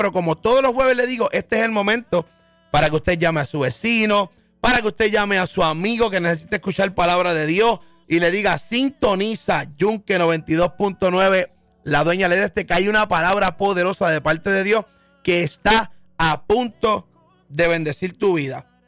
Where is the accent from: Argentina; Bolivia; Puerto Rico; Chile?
Puerto Rico; Y yo entiendo que como puertorriqueños, como boricua que somos